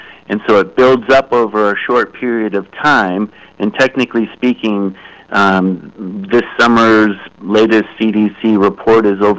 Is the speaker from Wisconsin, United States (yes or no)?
no; Bangor, Maine, United States; So what particularly is interesting about my hometown city, Bangor, Maine, is that we're the last city until Canada.